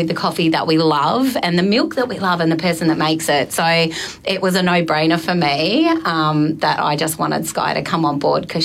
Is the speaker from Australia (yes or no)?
yes; Murray, Australia; because I am from the Murray, I just love the area.